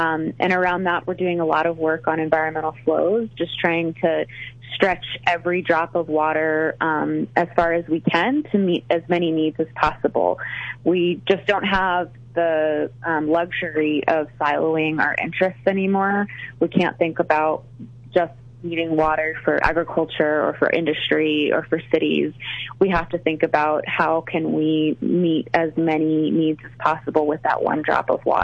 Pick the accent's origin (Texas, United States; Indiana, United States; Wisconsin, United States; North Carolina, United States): Texas, United States; El Paso; also born or lived in Southern New Mexico; You know, I am actually from the El Paso, Southern New Mexico area myself, and growing up in that region is what brought me to this work.